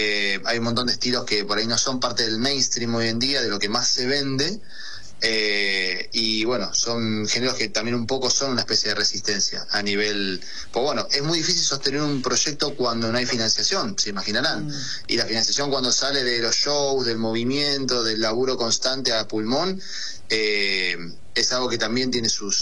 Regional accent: Argentina; nuestra realidad como argentinos

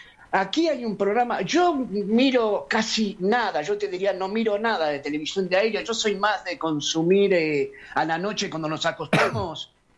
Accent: Argentina; Acá somos varios argentinos que vivimos en la zona

